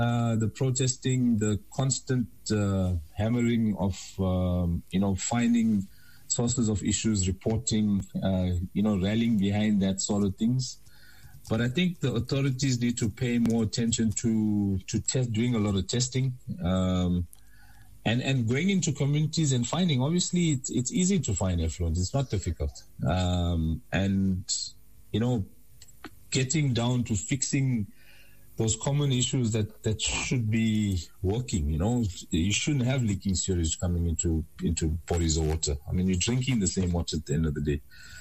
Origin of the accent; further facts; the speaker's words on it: KwaZulu-Natal, South Africa; the Tugela, you know, which flows through my hometown.